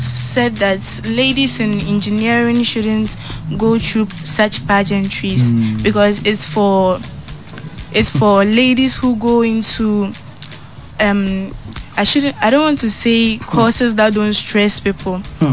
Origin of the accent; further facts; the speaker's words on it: Upper East, Ghana; I'm from the Upper East region.